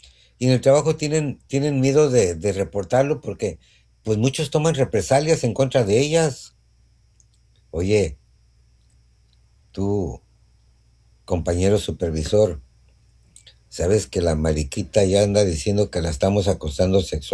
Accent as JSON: {"language": "Spanish", "country": "Mexico"}